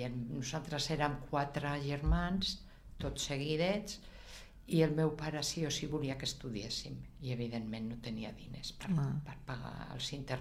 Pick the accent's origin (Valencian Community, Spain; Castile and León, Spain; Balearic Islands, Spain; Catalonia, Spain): Castile and León, Spain; Madrid de las Caderechas; El meu poble es diu Madrid de les Caderetxes.